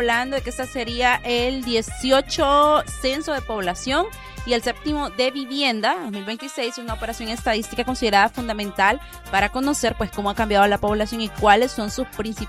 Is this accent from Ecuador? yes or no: no; Honduras